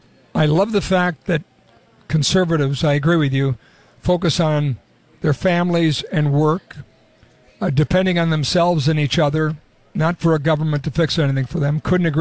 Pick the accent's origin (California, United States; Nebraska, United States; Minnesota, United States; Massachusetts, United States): Minnesota, United States; Montevideo; born there; moved away; also born or lived in Huron, South Dakota; I grew up in Montevideo, Minnesota, before I was in here, after I was in Huron